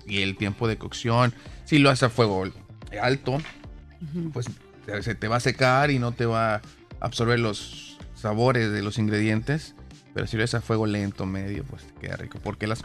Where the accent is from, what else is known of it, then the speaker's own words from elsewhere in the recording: Mexico; Que quede claro, soy mexicano.